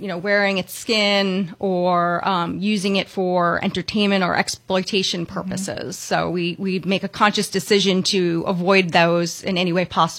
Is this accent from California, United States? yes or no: no; Long Island, New York, United States; I grew up on Long Island.